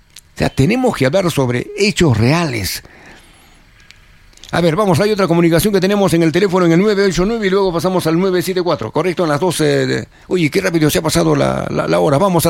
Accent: Peru; Nosotros como peruanos, los que la vivimos, los que la sudamos en el día a día

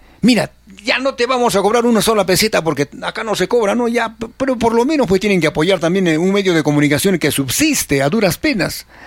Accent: Arequipa, Peru; Arequipa nuestra

